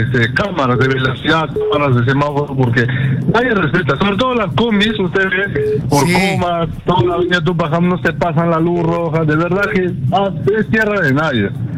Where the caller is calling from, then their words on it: Peru; acá en el Perú, sobre todo acá en Lima